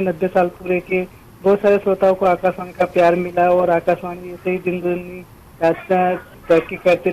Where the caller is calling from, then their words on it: Madhya Pradesh, India; मैं अभी राजस्थान में आया हुआ हूं, बट मैं अभी एमपी का रहने वाला हूं